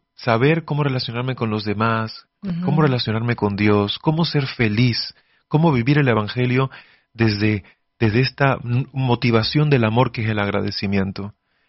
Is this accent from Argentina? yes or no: no; Venezuela; Vengo yo de, soy de venezolano, tengo familia en Venezuela